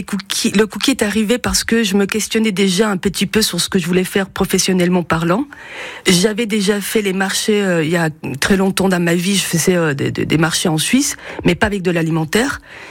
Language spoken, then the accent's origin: French; Spain; born there; first language Spanish; French is a second language; Non, effectivement, je suis née en Espagne et le français, on va dire que c'est ma deuxième langue parce que souvent, je pense plus en français qu'en espagnol